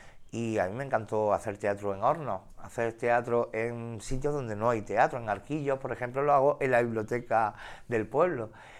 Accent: Navas de San Juan, Andalusia, Spain; also born or lived in Linares; yo soy de pueblo y yo soy de las Navas de San Juan

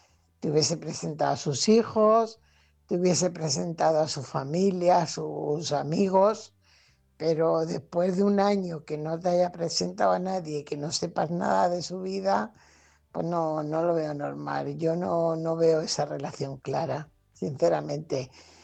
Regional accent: Lloret de Mar, Catalonia, Spain; Lloret de Mar.

